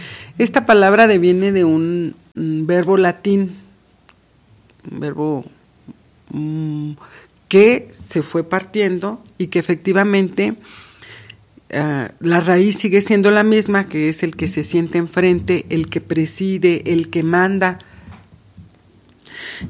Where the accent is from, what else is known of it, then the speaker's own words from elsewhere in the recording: Fresnillo, Zacatecas, Mexico; born there; yo nací en Fresnillo, yo soy fresnillense